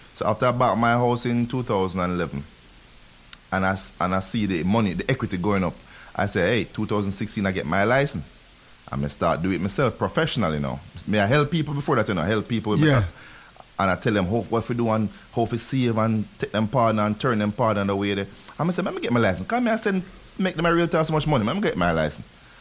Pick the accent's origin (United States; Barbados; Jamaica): Jamaica; accent: Jamaican; I've held on to my Jamaican accent